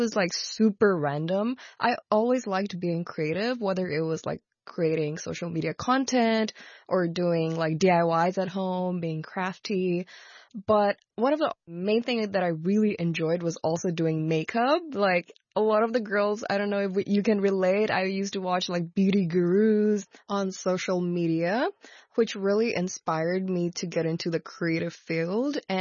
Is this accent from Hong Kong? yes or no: yes; Hong Kong; English is a second language; I'm a Nepalese born and raised in Hong Kong